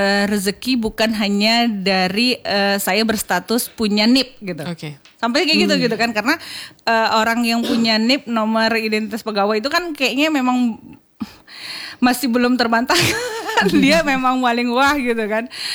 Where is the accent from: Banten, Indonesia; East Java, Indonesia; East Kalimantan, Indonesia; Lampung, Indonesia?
Lampung, Indonesia; moved away as an adult; Saya dari Lampung gitu kan. Saya dibawa suami ke sini, jadi tinggal sini.